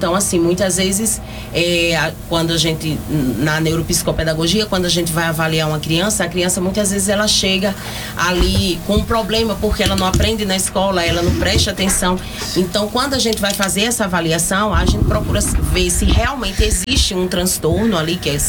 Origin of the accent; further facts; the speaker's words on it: Pernambuco, Brazil; moved away as an adult; now in Anápolis, Brazil; eu não sou napolina, eu sou pernambucana, né? Eu caí aqui de paraquedas.